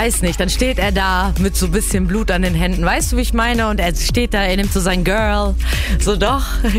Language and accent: German; North Rhine-Westphalia, Germany; Ich komme immer noch aus dem Pott, weißt du.